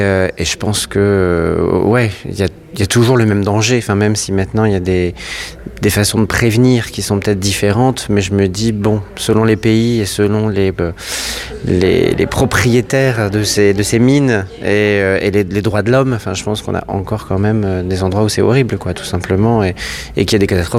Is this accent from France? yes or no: yes; North, France; enfin, même si je viens du Nord, j'ai quand même beaucoup de paysages qui sont quand même assez tristes.